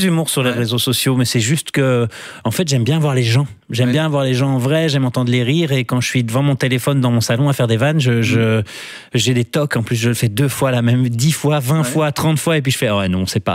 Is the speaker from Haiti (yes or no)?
no; Brussels, Brussels-Capital Region, Belgium; Mais parce qu'on est un pays un peu bizarre, quoi. Ouais. Moi, je suis bruxellois